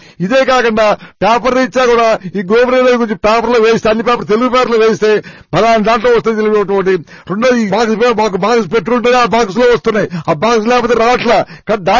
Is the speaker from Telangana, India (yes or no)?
no; Vijayawada, Andhra Pradesh, India; మా native place Vijayawada. నా వయస్సు 91 సంవత్సరం.